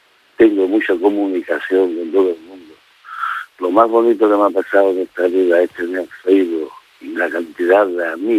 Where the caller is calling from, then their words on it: Seville, Andalusia, Spain; Como soy sevillano, soy exagerado, de familia.